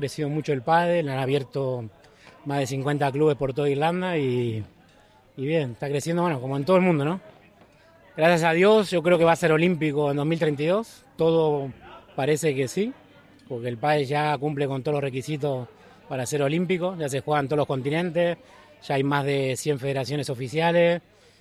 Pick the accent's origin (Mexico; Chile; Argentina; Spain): Argentina; Buenos Aires; now in Ireland; el viernes viajo a Argentina, a Buenos Aires, a mi tierra